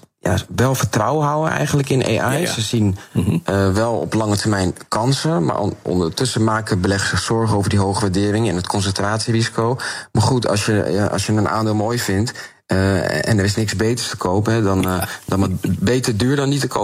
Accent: Netherlands

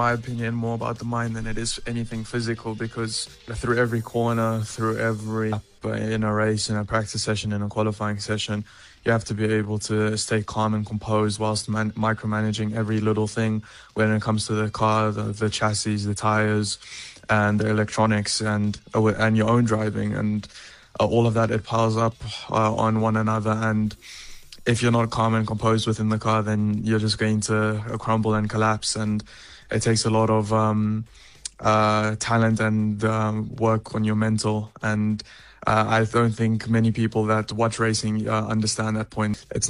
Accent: South Africa; being from South Africa and racing against Europeans

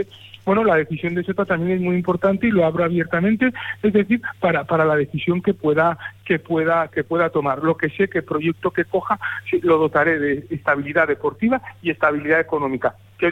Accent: Navarre, Spain; yo soy un empresario navarro que quiero apoyar el deporte navarro y dotarlo de estabilidad deportiva y económica.

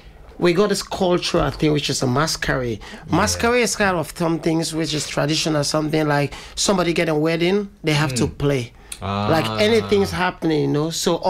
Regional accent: Sierra Leone; But I'm from Sierra Leone. We have the best jollof.

